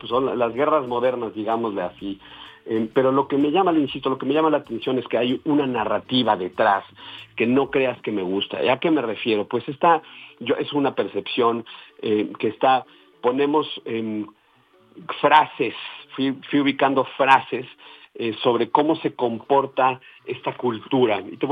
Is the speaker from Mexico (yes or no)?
yes; Mexico; cómo somos los mexicanos